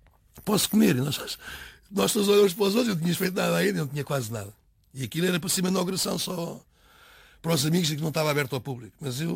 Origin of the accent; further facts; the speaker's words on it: Portugal; Eu sou português, sou europeu, e se decidi ir para lá, tenho que aceitar muita coisa, porque é a cultura deles.